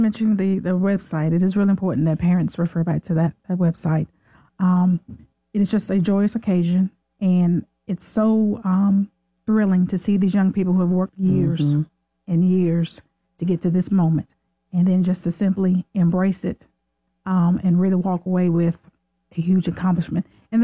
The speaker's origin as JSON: {"language": "English", "country": "United States", "said": "Originally, I am from Moore County."}